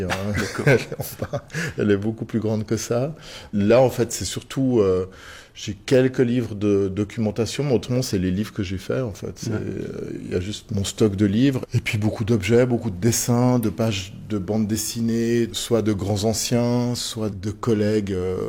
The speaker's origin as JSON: {"language": "French", "region": "Fribourg", "country": "Switzerland", "said": "En tout cas en Suisse romande, mais nous on vient de Fribourg."}